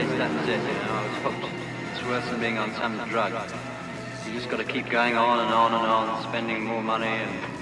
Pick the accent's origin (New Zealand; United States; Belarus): New Zealand; moved away as an adult; I'm a professional road racer. I'm 22 years of age. I come from New Zealand. And I'm now on the continent doing the continental circuit.